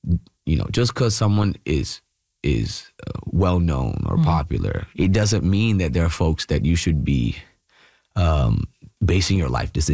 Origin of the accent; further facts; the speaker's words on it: India; first language Malayalam; English is a second language; which people don't speak Malayalam, which is my native tongue